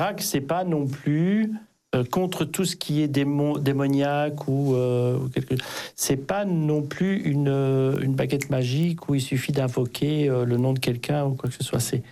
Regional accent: Centre-Val de Loire, France; moved away; parti de mon département où je suis né, le Berry

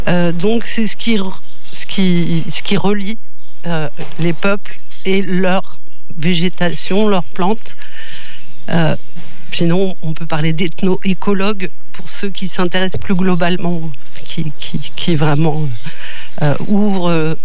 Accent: Normandy, France; moved away as an adult; now in Florac, France; Je viens de Normandie

